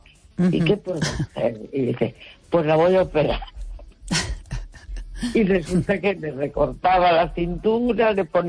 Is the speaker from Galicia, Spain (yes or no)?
yes; A Coruña, Galicia, Spain